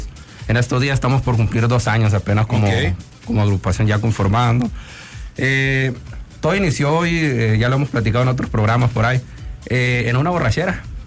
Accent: Benjamín Hill, Sonora, Mexico; Nosotros somos una agrupación, pues, que venimos de Benjamín Gil.

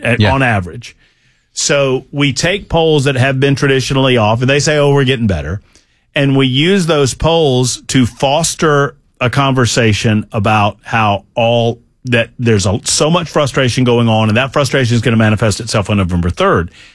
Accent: Georgia, United States; moved away; As far as Georgia goes, just because you brought it up, and it is my home state, and I haven't been there in a long time

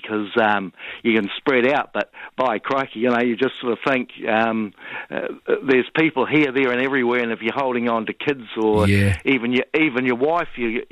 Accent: Taihape, Manawatū-Whanganui, New Zealand; But we're from Taihape, and that's quite a journey to go down to there.

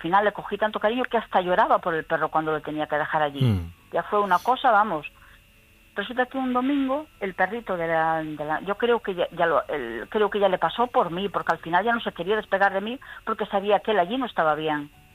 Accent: La Lanzada, Galicia, Spain; que yo soy de Galicia, de La Lanzada, no sé si conoces esta zona, que es muy bonita.

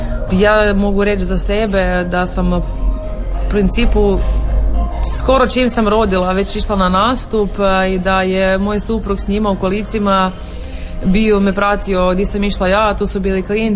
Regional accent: Hum na Sutli, Krapina-Zagorje County, Croatia; moved away as an adult; now in Kumrovec, Croatia; ja sam i dalje Humčanka i sad sam još i Kumrovčanka, tako da to ću biti uvijek. Rodno mjesto nekako uvijek ostane ono prvo i uvijek ću biti Humčanka. To se ne bude nikad promijenilo. Radim u Sloveniji, tako da sam ja nekako tu i to blizu granice, nisam daleko, tako da ja nisam daleko u principu od doma otišla.

